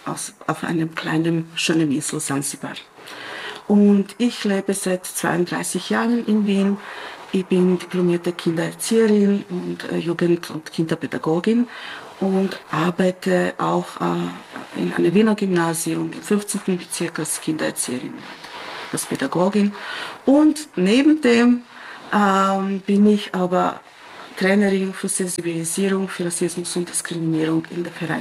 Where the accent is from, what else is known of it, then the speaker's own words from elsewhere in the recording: Serbia; now in Vienna, Austria; ich komme aus Serbien. Ich bin in Serbien geboren und aufgewachsen. Meine Wurzeln sind eben in Serbien und in Tansania. Genau gesagt, auf einem kleinen, schönen Insel Sansibar.